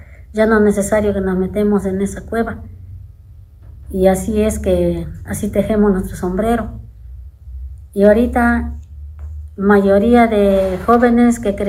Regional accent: Santa Ana Tepejillo, Puebla, Mexico; mi pueblo, de Santa Ana Tepejillo, Puebla. Aquí en mi pueblo tejemos sombreros. Desde pequeñitos, desde edad de 7 años, de 8 años, empezamos a tejer sombrero.

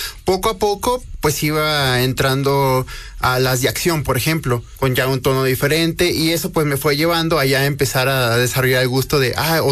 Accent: Ciudad Obregón, Sonora, Mexico; now in Puebla, Mexico; Soy de Ciudad Obregón, Sonora.

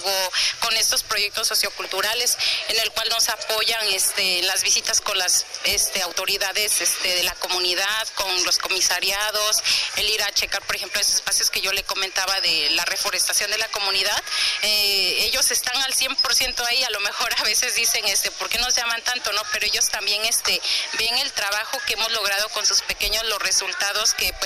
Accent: San Luis Atolotitlán, Puebla, Mexico

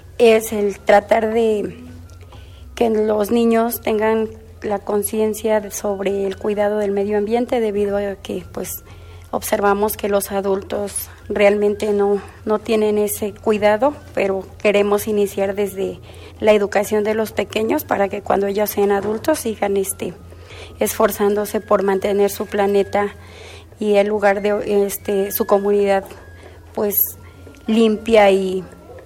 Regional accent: Xiutetelco, Puebla, Mexico; vengo de la comunidad de Las Chapas, Xiutetelco, Puebla

